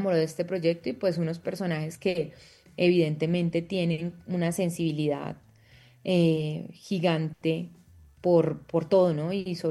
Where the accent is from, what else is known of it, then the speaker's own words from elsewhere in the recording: Cali, Valle del Cauca, Colombia; moved away as an adult; now in Bogotá, Colombia; Yo también soy migrante, pues soy de Cali, pero vivo en Bogotá hace 16 años.